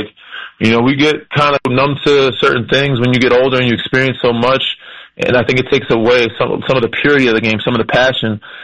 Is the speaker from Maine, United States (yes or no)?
no; New York, United States; I grew up in New York